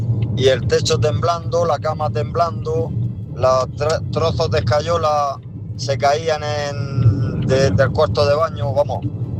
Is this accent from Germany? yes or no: no; Murcia, Region of Murcia, Spain; Vengo de Murcia. Hemos venido... dos matrimonios, mi cuñado y mi mujer y yo, a pasar el fin de semana aquí a Granada.